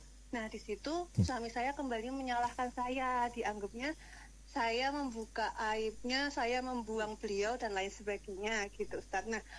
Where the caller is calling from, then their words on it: Boyolali, Central Java, Indonesia; Dari Boyolali.